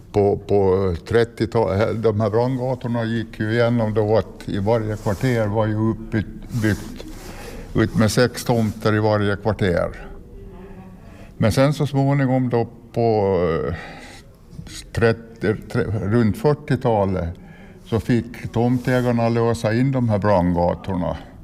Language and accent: Swedish; Sweden; jag växte upp på Västra Splanadgatan 11